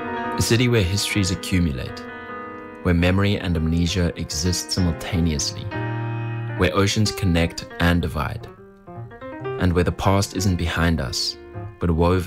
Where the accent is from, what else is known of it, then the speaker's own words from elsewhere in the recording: South Africa; Growing up in Ooitkaayib as a colored South African, I was often told what I was, but never how I came to be.